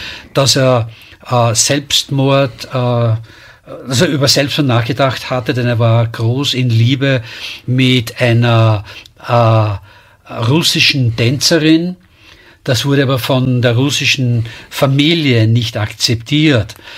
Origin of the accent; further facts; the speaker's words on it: Vienna, Austria; Pass auf, als Wiener kann man bereits Walzer tanzen, wenn man geboren wird.